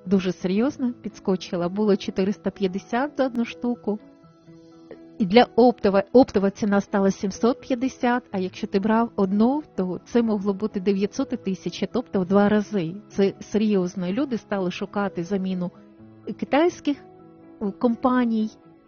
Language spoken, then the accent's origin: Ukrainian; Kyiv, Ukraine; хоча я киянка